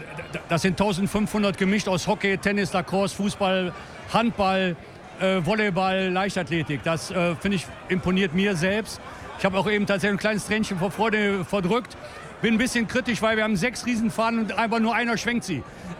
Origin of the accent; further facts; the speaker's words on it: Düsseldorf, North Rhine-Westphalia, Germany; Wir sind beide Düsseldorfer, Antenne Düsseldorf. Für einen Düsseldorfer gibt es nichts Größeres